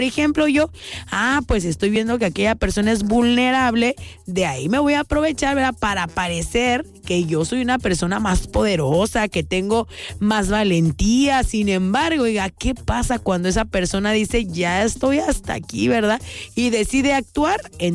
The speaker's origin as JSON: {"language": "Spanish", "country": "Mexico", "said": "somos los mexicanos"}